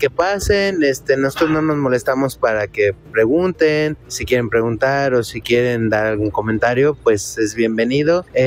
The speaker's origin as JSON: {"language": "Spanish", "town": "Guadalajara", "region": "Jalisco", "country": "Mexico", "moved": "yes", "lives_now": "Puebla, Mexico", "said": "vengo de Puebla, soy de Guadalajara, pero ahorita vengo de Puebla."}